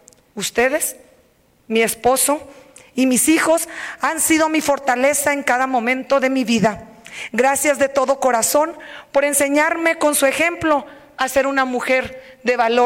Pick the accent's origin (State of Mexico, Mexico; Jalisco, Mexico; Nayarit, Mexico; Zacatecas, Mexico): Nayarit, Mexico; La Manga; Soy orgullosamente de la Sierra de Nayarit, de una comunidad de menos de 200 habitantes llamada La Manga en el municipio de La Yesca, que hasta hace 15 años no contábamos con luz eléctrica y para poder llegar de la capital hacíamos 12 horas de camino de terracería.